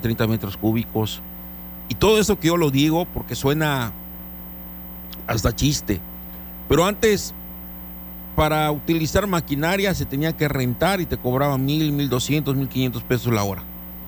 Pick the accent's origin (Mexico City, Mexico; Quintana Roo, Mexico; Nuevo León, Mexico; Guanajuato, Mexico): Quintana Roo, Mexico; Cozumel; Porque Cozumel, lo dije, es la tierra que me vio nacer, es la tierra que me vio crecer, es la tierra que me ha visto desarrollarme, es la tierra donde he vivido desde el día uno que abrí los ojos y continúo viviendo aquí.